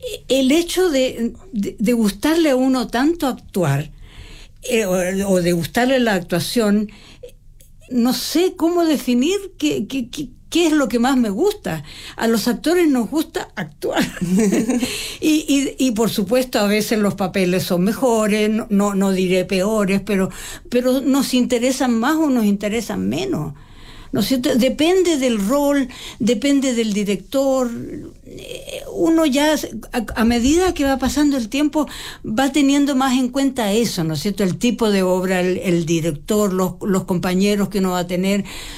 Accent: Chile; also born or lived in Mexico; mis papás fueron exiliados de la Guerra Civil Española a México, y nací en México, y mi papá tenía unos parientes en Chile, y cuando yo tenía 7 años, decidió venir a Chile a probar, y aquí ya, por supuesto, estudié todo, pasé por todo, por la primaria, la secundaria, por todo

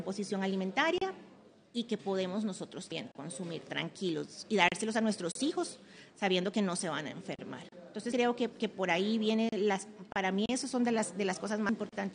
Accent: Costa Rica; En mi país tiembla mucho, aquí tiembla mucho.

